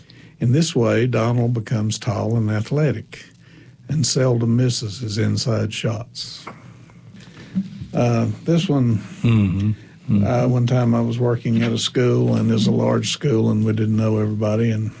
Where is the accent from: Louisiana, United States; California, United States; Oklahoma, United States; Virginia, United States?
Virginia, United States; Wise; also born or lived in Clintwood; Wise, Clintwood, I spent my youth there. Mm-hmm. First 2 years of college was at what was then Clinch Valley there in Wise.